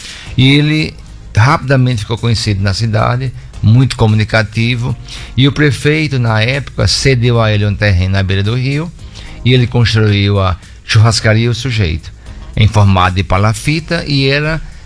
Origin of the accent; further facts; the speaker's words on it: Mossoró, Rio Grande do Norte, Brazil; Eu sou moçoroense. Meu pai é cearense, minha mãe é paraibana. Moravam num sítio na Paraíba.